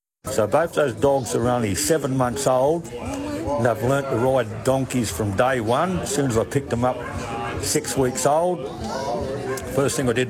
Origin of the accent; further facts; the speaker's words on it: Grong Grong, New South Wales, Australia; A little town called Grongrong in the Riverina of New South Wales, on the Newell Highway, which is the main road, Brisbane to Melbourne.